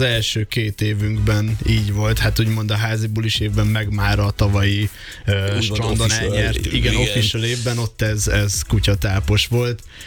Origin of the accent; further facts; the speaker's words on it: Zalaegerszeg, Zala, Hungary; Zalaegerszegiként nagyon magát értetődő volt, tehát hogy ott Zalaegerszegen van egy menhely